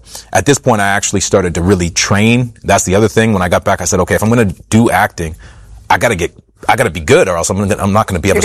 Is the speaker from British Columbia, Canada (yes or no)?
no; Halifax, Nova Scotia, Canada; And I got a show that was shooting in my hometown of Halifax.